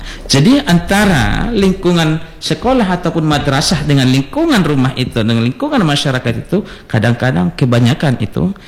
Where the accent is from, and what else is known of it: Indonesia